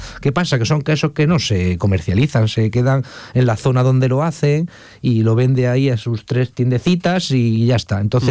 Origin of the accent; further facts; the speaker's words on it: Granada, Andalusia, Spain; cosas que estamos en Granada, yo soy de Granada